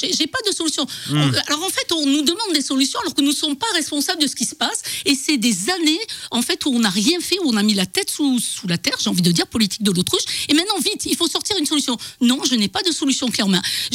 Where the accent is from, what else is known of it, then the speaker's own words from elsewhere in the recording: Marseille, Provence-Alpes-Côte d'Azur, France; moved away; je suis une fille d'immigrés italiens qui sont passés par la Tunisie d'abord, mes parents, un milieu pauvre, hein, je tiens à le dire. Ils sont arrivés à Marseille, ma maman était femme de ménage et mon papa était ouvrier dans une usine de métallurgie.